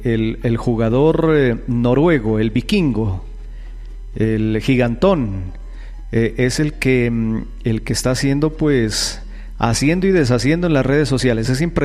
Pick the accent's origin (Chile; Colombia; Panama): Colombia; Todos somos colombianos, todos somos hijos de esta bonita patria.